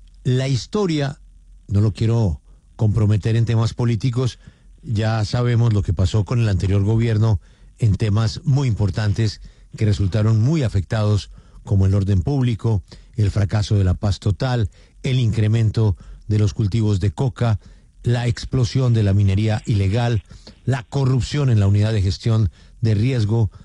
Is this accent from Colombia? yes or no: yes; Colombia; a pesar de todo el inventario de problemas y de quejas que usted, como tantos colombianos, podamos tener